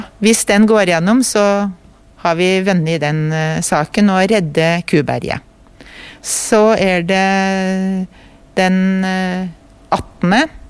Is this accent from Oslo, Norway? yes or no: no; Kongsvinger, Innlandet, Norway; Jo, da må jeg bare si at jeg er fra Kongsvinger, og jeg er kontaktperson der inne i fremtid for Finnskogen og omegn.